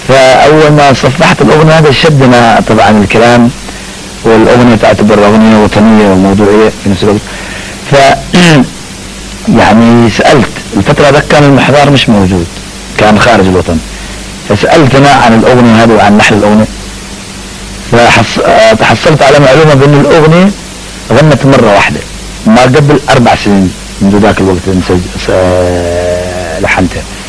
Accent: Al-Shihr, Hadhramaut, Yemen; born there; وأنا برضو من مواليد منطقة الشحر، فنحن من بلد واحدة

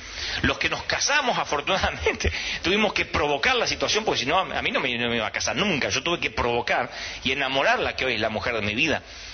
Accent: Argentina; Pero ustedes son chilenos como yo, argentino, y nacimos en América Latina.

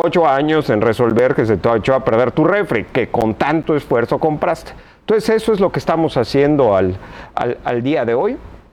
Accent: Yucatán, Mexico; no podemos nosotros como yucatecos pues acostumbrarnos a estos apagones

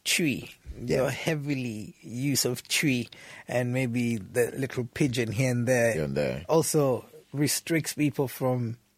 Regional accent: Kenya; I'm from Kenya.

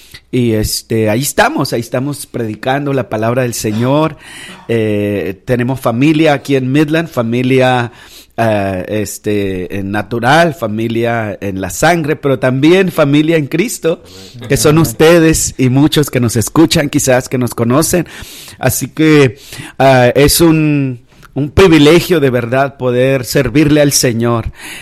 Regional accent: El Mezquite, Chihuahua, Mexico; moved away as an adult; now in Pacasmayo, Peru; Yo soy nacido y criado en México. Me llevó a predicar la palabra y pastoreé en un pueblo que se llama El Mezquite, municipio de Ojinaga, Chihuahua

